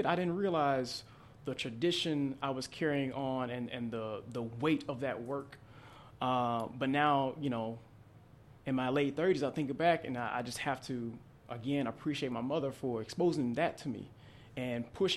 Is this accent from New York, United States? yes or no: no; Jackson, Mississippi, United States; Oh, yeah, we're both from Jackson, Mississippi, born